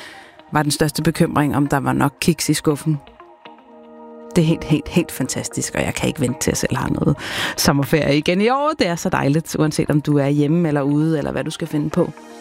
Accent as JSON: {"language": "Danish", "region": "Capital Region of Denmark", "country": "Denmark", "tie": "born or raised there", "said": "Det er i hvert fald også en meget stor tradition i nogle af byerne på Bornholm, hvor jeg er vokset op."}